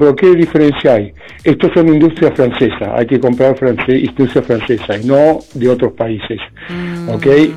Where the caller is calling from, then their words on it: Buenos Aires, Argentina; Buenas noches … de Flores.